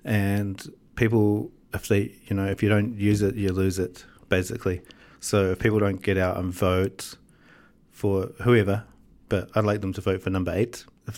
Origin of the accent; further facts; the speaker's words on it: New Zealand; now in Austria; Within the party, we have people from different countries, such as I'm from New Zealand, Australia, England, Philippines.